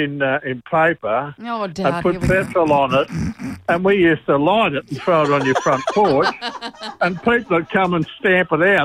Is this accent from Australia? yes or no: yes; Sydney, New South Wales, Australia; moved away; when we were in Sydney, we grew up in Sydney